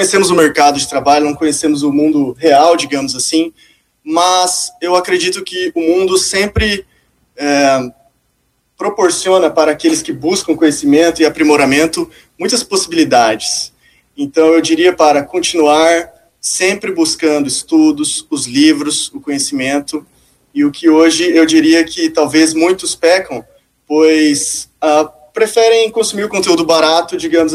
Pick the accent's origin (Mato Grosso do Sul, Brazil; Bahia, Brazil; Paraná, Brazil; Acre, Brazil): Mato Grosso do Sul, Brazil; Campo Grande; moved away as an adult; now in Ponta Porã, Brazil; Eu sou de Campo Grande.